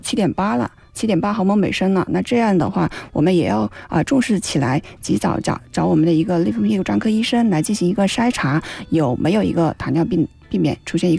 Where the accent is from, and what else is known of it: China